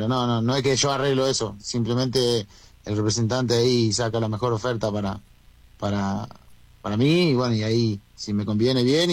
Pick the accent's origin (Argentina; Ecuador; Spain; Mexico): Argentina; moved away as an adult; el ser argentino